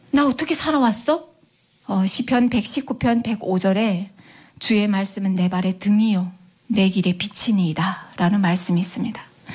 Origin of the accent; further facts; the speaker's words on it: North Korea; now in South Korea; 우리는 무슨 죄를 지어서 고향을 등지고 타국에 나와서 유리방황하면서